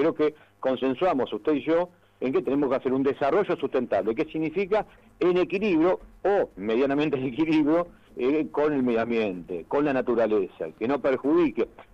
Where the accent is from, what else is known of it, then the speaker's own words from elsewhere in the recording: Ramallo, Buenos Aires, Argentina; usted sabe que yo soy de Sánchez